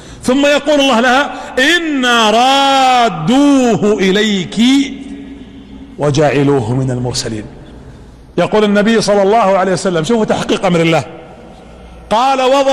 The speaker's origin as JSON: {"language": "Arabic", "country": "Saudi Arabia", "said": "هي ليست عندنا في السعودية"}